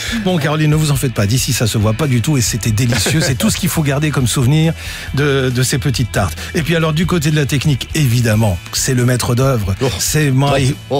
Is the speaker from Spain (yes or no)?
yes; Spain; moved away; on est au pied du canon, comme on dit de par chez moi en Espagne.